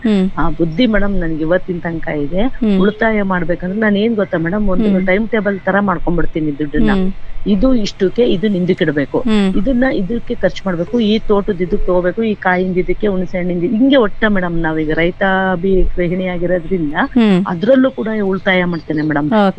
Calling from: Neralagundi, Karnataka, India; ನಮ್ಮ ಊರ ಹೆಸರು ಹಂಗೆ ಇದೆ, ಊರಲ್ಲೂ ನೇರಳೆ ಮರ ಇದೆ. ಅದೇನಾ ಊರೇ ವಿಶೇಷವಾಗಿದೆ ಮೇಡಮ್, ತುಂಬಾ ಹಳ್ಳಿ ಗುಡ್ಡಗಾಡು ಮತ್ತೆ ಊರುಗಳೆಲ್ಲ ತುಂಬಾ ಸಣ್ಣ ಸಣ್ಣ ಹೊಂಡ ಏನೋ ಅಂತೀವಲ್ಲ ಜರಿ ತರ ಹಳ್ಳ ಕೊಳ್ಳಗಳು, ಅದೇನೋ ಊರು ಸುತ್ತ

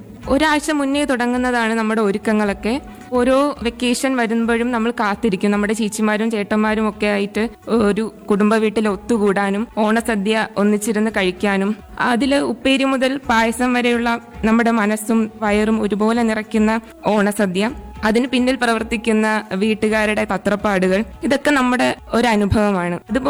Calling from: Vellanad, Kerala, India; എന്റെ സ്ഥലം വെള്ളനാട്.

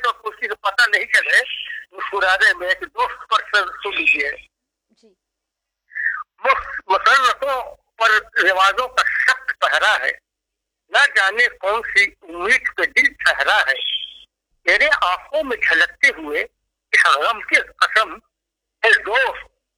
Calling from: Rohtas district, Bihar, India; धान भी बहुत जबरदस्त होता है हमारे जिला में।

